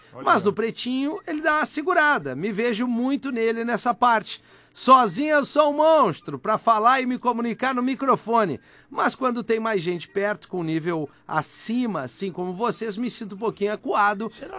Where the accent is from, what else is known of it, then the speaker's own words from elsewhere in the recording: Caxias, Brazil; sou de Caxias